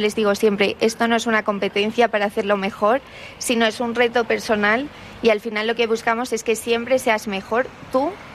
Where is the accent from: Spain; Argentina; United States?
Spain; Fabero, Castile and León; also born or lived in A Coruña / Madrid; yo soy de Fabero, he estudiado fuera, he estado en Coruña, he estado en Madrid, pero nada puedes encontrar fuera que no esté en el pueblo.